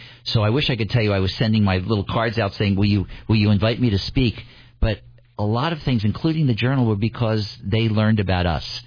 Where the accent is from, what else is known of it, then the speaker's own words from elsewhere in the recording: Philadelphia, Pennsylvania, United States; In Philadelphia.